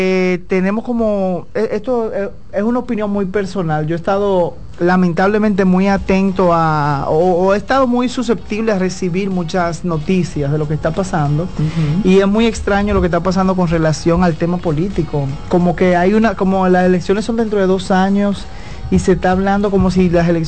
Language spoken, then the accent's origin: Spanish; Dominican Republic; somos todos dominicanos